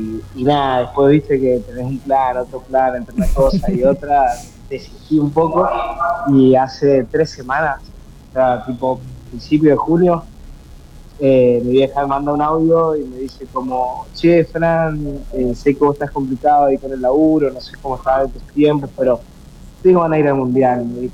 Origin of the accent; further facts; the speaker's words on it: Mendoza, Argentina; moved away as an adult; now in Australia; soy mendocino